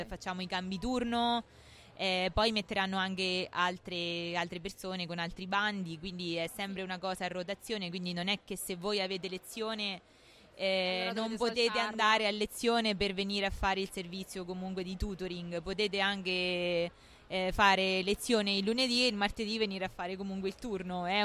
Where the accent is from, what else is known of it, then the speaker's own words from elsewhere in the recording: Civitanova Marche, Marche, Italy; Io vengo da Civitanova